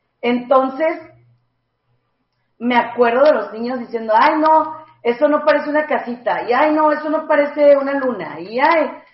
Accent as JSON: {"language": "Spanish", "town": "Jerez", "region": "Zacatecas", "country": "Mexico", "said": "Nosotros somos de Zacatecas, allá en Jerez."}